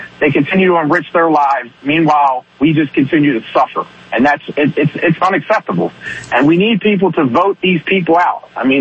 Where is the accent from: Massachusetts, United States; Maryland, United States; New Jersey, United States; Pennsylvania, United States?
Maryland, United States; Baltimore; I mean, to me, you know, I grew up in Baltimore City, and I know the issues at hand, and, you know, it's vast.